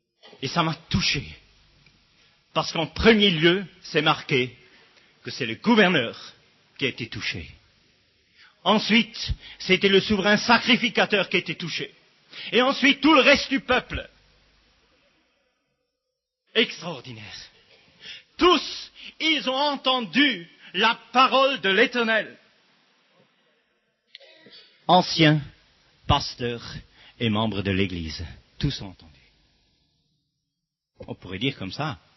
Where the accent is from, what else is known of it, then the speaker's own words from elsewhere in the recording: Switzerland; Si vous lisez en Sacharie, je suis suisse, j'ai des difficultés aussi avec cette langue.